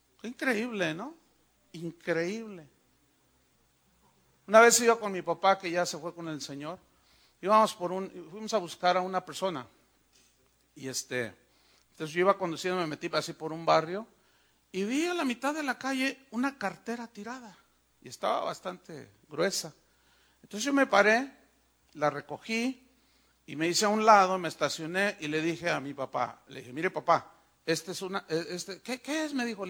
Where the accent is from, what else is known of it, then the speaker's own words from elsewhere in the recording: Mexico; Yo soy mexicano.